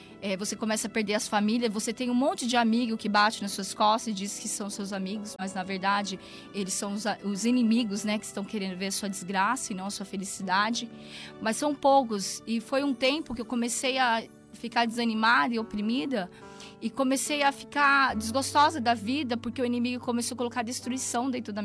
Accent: Bom Jesus dos Perdões, São Paulo, Brazil; sou de uma cidade do interior de Bom Jesus dos Perdões, uma cidade pequena.

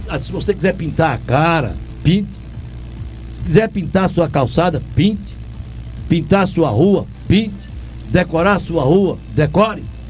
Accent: Brazil; Eu não me orgulho de ser brasileiro.

